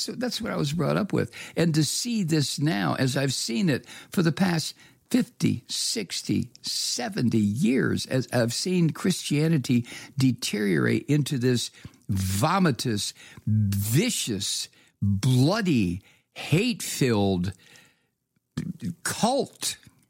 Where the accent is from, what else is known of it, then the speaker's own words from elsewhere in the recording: United States; I am an American. I am a citizen in a country that the rest of the world now looks at.